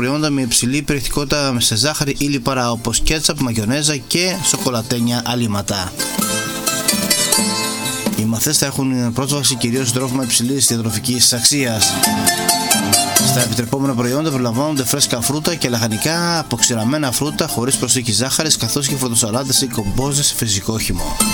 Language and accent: Greek; Greece; σαν Έλληνες